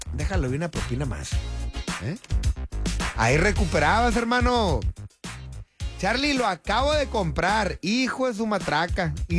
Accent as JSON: {"language": "Spanish", "town": "Tijuana", "region": "Baja California", "country": "Mexico", "said": "yo hablo de Tijuana, ¿verdad? Es de donde yo soy."}